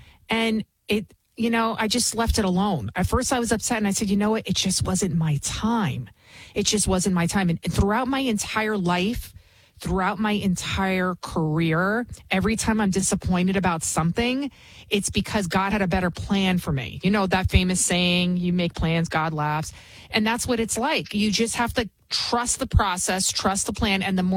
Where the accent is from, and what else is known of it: Bronx, New York, United States; English is a second language